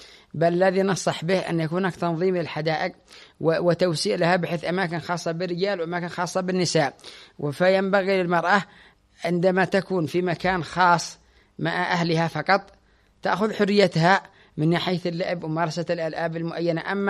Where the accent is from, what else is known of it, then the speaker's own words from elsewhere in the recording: Tihama, Yemen; كان عندنا في تهامة